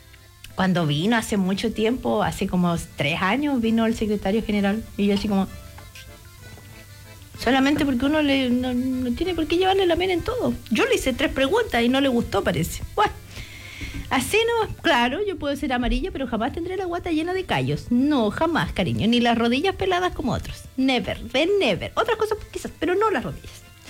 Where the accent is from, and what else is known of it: Chile